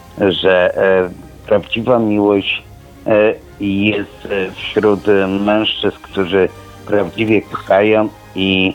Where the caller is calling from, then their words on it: Zawiercie, Silesian Voivodeship, Poland; Jestem alkoholikiem, dzwonię z Zawiercia.